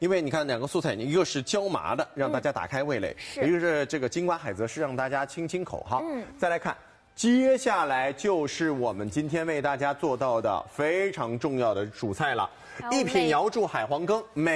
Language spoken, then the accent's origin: Chinese; Shanghai, China; 咱们上海人其实真的很洋气的。